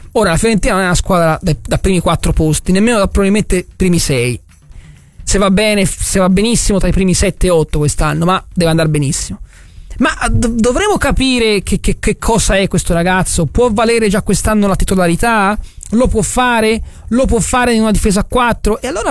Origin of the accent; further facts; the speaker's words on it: Tuscany, Italy; salutiamo gli amici di Rocca Tederighi, o di Tatti o di Boccheggiano, che sono le zone della mia terra maremmana